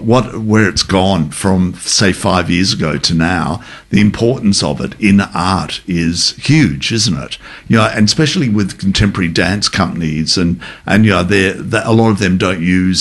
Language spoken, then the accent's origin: English; Adelaide, South Australia, Australia; also born or lived in Sydney; now in Melbourne, Australia; I've lived in Sydney a couple of times, originally from Adelaide